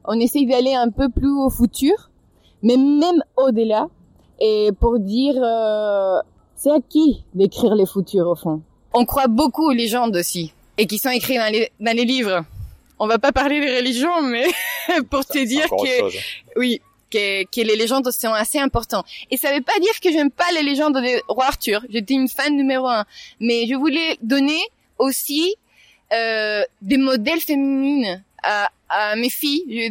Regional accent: Chile; accent: Chilean; French is a second language; moved away; j'ai cette petite accent parce que je suis chilienne.

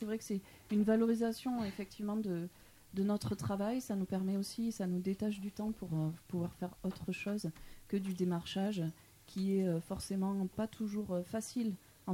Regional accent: Occitanie, France; En fait, on est des Hautes-Pyrénées. Et du coup, quand on parle de grands espaces, moi, j'ai jamais vécu vraiment en ville et ça me va très très bien.

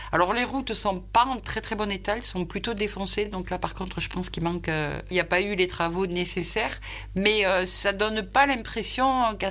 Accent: France; Enfin, quand on va dans d'autres États des États-Unis, on n'a pas la sensation d'être reconnu en tant que Français.

